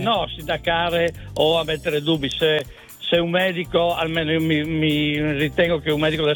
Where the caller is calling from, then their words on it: Friuli-Venezia Giulia, Italy; Dalla provincia di Pordenone.